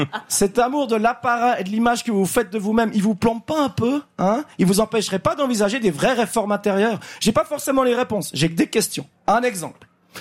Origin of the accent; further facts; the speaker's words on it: Switzerland; En tant que Suisse